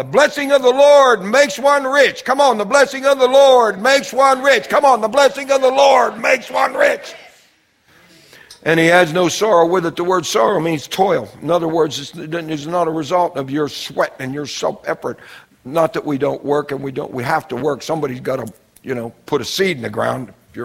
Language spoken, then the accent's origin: English; United States; we're Americans.